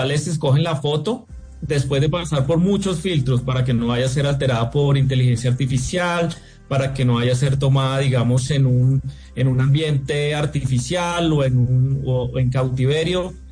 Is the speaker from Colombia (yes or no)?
yes; Colombia; Yo creo que a mí como colombiano me da mucho orgullo mostrar la historia que hay detrás de cada una de estas fotos.